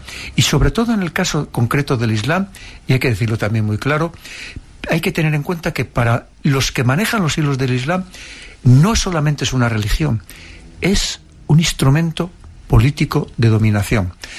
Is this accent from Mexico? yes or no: no; Spain; como españoles, como europeos